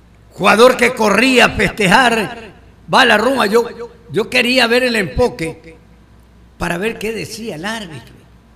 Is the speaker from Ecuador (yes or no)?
yes; Ecuador; soy un ecuatoriano demasiado nacionalista